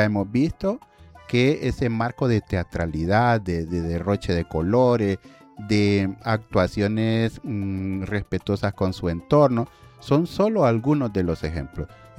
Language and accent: Spanish; Honduras